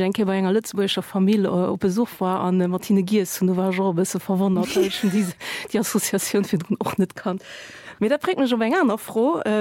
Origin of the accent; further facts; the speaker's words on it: Portugal; German is a second language; Ja, aber ich als Portugiesin